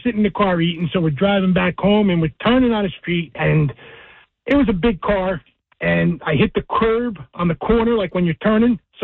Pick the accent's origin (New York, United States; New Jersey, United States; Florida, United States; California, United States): New Jersey, United States; Kenilworth; I grew up in Kenilworth